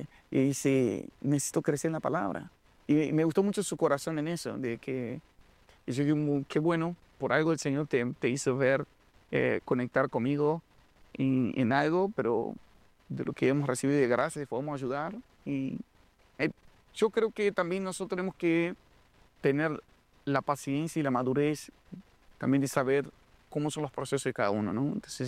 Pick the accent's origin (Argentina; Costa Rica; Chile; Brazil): Brazil; Rio de Janeiro; born there; Spanish is a second language; mi testimonio es que nací en Río de Janeiro, en una familia normal